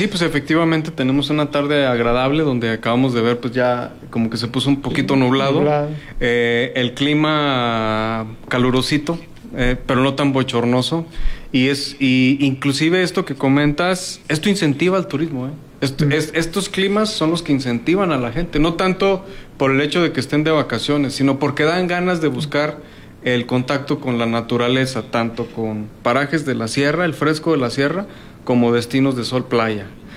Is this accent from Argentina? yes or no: no; Durango, Mexico; No lo debemos de dudar los duranguenses